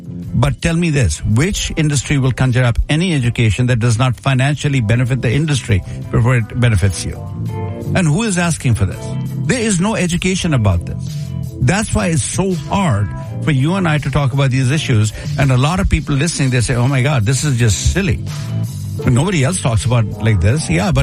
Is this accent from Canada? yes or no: no; India; now in United States